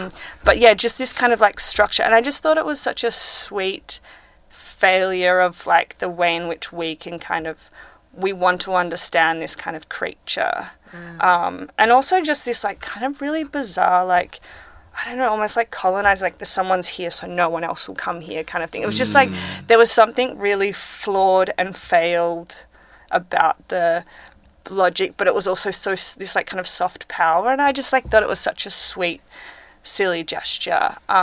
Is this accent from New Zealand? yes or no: no; Perth, Western Australia, Australia; moved away; I lived in Perth. I'm from Perth.